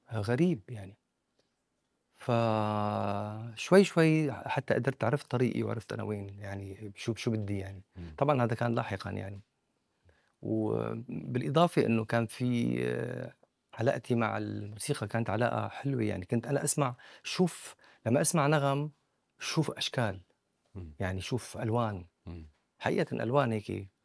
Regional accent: Damascus, Damascus Governorate, Syria; نحن عائل دمشقي بالشام

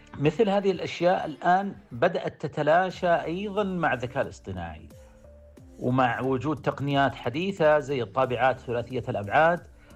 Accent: Saudi Arabia; الآن إحنا شفنا حتى عندنا في السعودية والحمد لله بحكم أنها دولة جدا متقدمة ورائعة في مجال الطب

